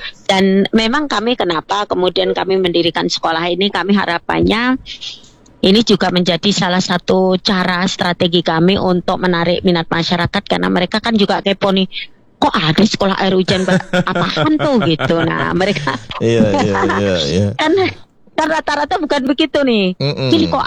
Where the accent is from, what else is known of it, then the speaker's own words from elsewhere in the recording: Sleman, Special Region of Yogyakarta, Indonesia; born there; bahwa kami lahir di Sleman ini, di daerah yang catchment tangkapan airnya itu masih bagus.